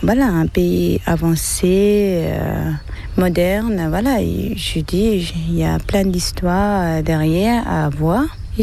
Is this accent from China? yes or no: yes; Tibet, China; French is a second language; also born or lived in India; now in France; moi j'habite en France, je essaye avec les autres Tibétains d'informer les Français, la situation du Tibet actuelle.